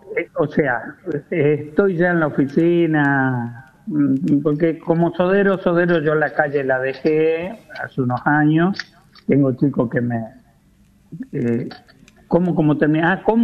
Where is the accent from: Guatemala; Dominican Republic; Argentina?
Argentina; Arias, Córdoba; nosotros en esta zona, en mi pueblo, trajimos el sifón de plástico como novedad